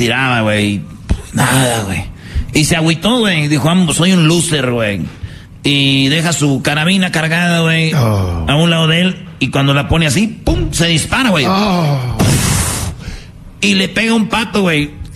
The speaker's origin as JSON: {"language": "Spanish", "country": "Mexico", "said": "Oye, ¿y cómo somos los mexicanos, Choco?"}